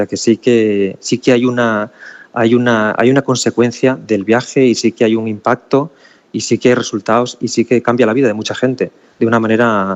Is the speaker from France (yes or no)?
yes; France; yo además vengo de Francia, que es un país que, bueno, ya todos sabemos cómo son